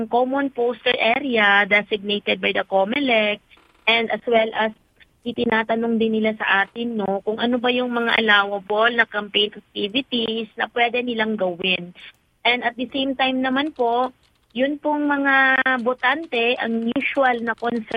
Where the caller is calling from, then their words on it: Marawi, Bangsamoro, Philippines; Dito po sa Marawi, kapag umaga, maayos po yung panahon.